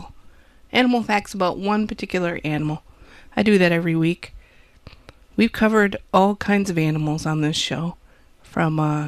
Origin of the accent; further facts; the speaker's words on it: Wisconsin, United States; accent: Wisconsin; I heard my Wisconsin accent there.